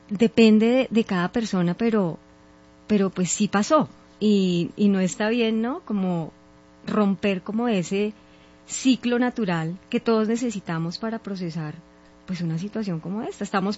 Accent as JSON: {"language": "Spanish", "country": "Colombia", "said": "nosotros como colombianos todos pasamos por el terremoto"}